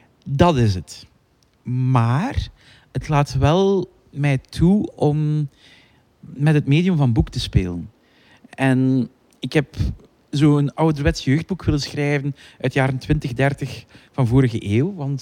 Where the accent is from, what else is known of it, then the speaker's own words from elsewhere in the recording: Adegem, Flanders, Belgium; accent: in-between dialect of East and West Flanders; now in Ghent, Belgium; ik kom uit een dorpje. Een dorpje buiten de wereld, Adegem. Dat is bijna van dat dorp vandaar. En dat zit echt op de grens tussen Oost- en West-Vlaanderen. Mm. En Johan Taaldeman heeft ooit mij uitgelegd dat dat een letterlijk tussendialect is.